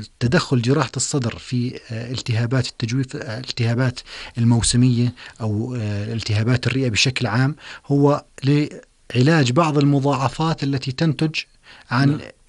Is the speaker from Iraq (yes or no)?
no; Jordan; وخصوصا عندنا بالأردن